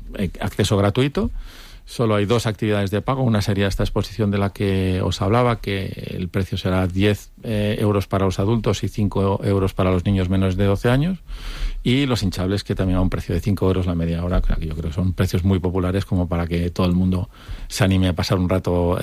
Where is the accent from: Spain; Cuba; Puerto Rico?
Spain; Cantabria; de mi tierra, los sobaos y las anchoas de Cantabria